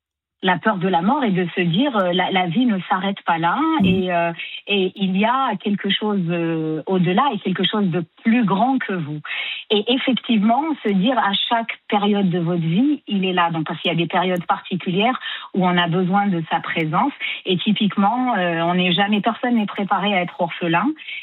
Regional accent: Algeria; j'ai grandi en Algérie, le seul environnement qui était autour de moi, c'était un environnement musulman.

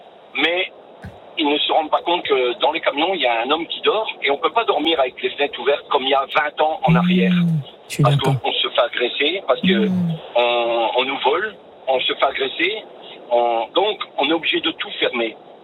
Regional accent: Dunkirk, Hauts-de-France, France; Je suis de Dunkerque, je suis chauffeur routier.

